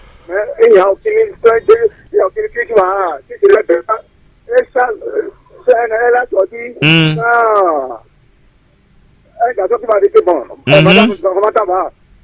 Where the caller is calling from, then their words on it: Djibouti; Très bien, moi j'appelle à Djibouti Boudessa.